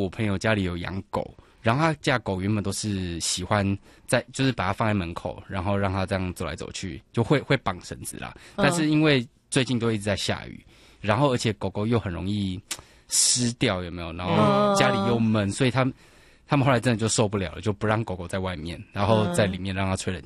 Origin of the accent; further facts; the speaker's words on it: Taiwan; born there; 我是说台湾出生的、啊，台湾出生，台湾护照，台湾国籍。